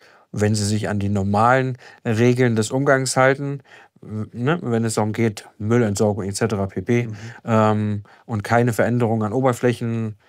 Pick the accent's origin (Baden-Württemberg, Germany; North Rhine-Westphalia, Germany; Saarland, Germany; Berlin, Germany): Berlin, Germany; moved away as an adult; also born or lived in Warsaw / Frankfurt; now in Usedom, Germany; Ich bin in einer Großstadt in Berlin aufgewachsen, habe 5 Jahre in Warschau gelebt und habe meine Ausbildung in Frankfurt gemacht. … ich bin 41 Jahre alt